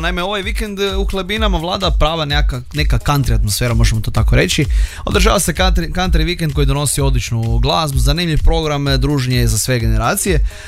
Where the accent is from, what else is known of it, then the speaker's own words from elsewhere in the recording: Podravina, Croatia; country stil života općenito kod nas u Podravini nije baš nešto prezastupljen.